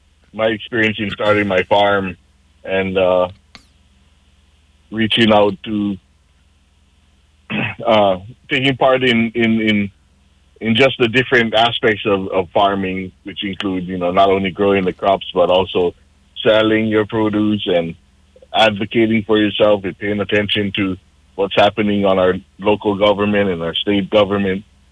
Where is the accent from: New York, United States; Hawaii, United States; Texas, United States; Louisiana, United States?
Hawaii, United States; I'm running for Kauai County Council. I'm born and raised on Kauai. I grew up in Keka, where I still live today, and graduated from Waimea High School.